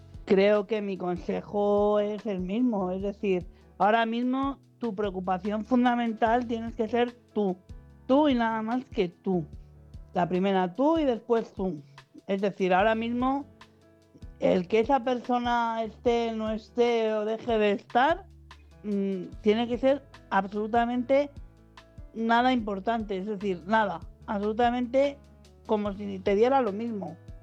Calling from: Madrid, Community of Madrid, Spain; de Madrid.

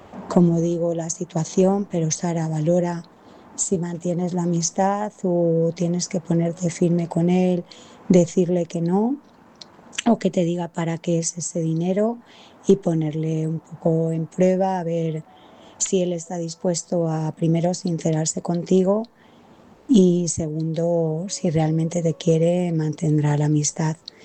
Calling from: Madrid, Community of Madrid, Spain; llamo desde Madrid.

